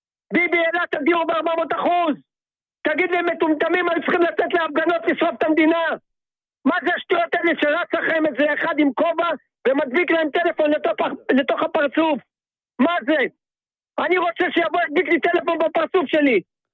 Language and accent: Hebrew; Tel Aviv, Tel Aviv District, Israel; אני גדלתי בשכונת התקווה, אני מכיר אותם.